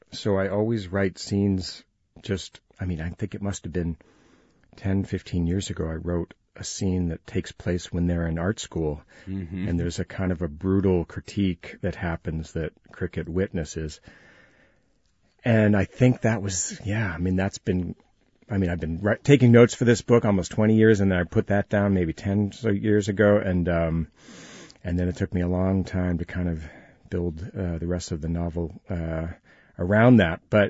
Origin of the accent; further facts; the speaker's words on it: Chicago, Illinois, United States; growing up in Chicago